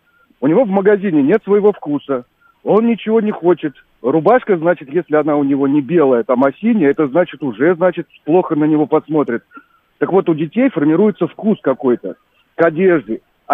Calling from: Moscow, Russia; я из Москвы.

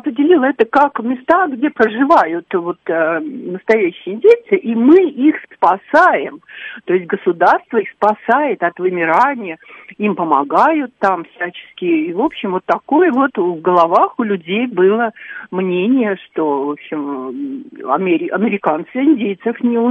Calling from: Moscow Oblast, Russia; Я из Подмосковья.

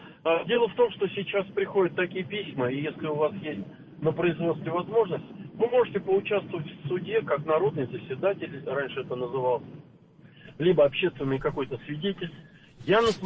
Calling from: Moscow, Russia; я из Москвы.

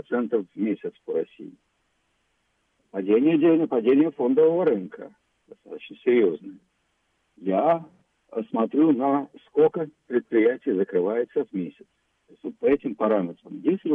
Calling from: London, United Kingdom; из Лондона.

